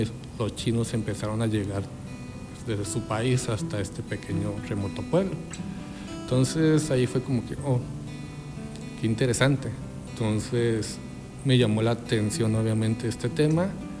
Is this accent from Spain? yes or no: no; Nacozari, Sonora, Mexico; Aunque soy originario de Nacozari, pero pues, regresar e imaginarme cómo era la vida en el primeros años de la década del siglo XX